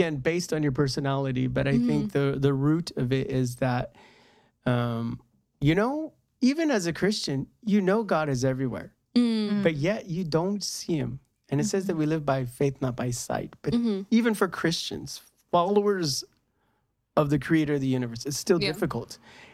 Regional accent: United States; Sorry, well, I'm American

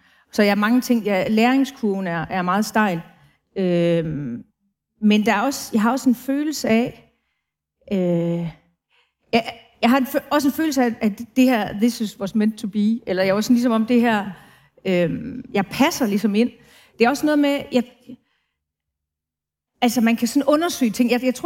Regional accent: Brønderslev, North Denmark Region, Denmark; accent: heavy North Jutland; now in Copenhagen, Denmark; Jeg er oprindelig fra den nordligste del af Jylland, ude på landet.

